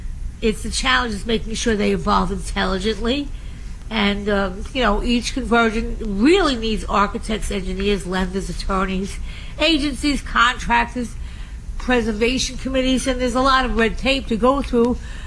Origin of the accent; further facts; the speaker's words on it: Long Island, New York, United States; I lived on Long Island. I grew up on Long Island.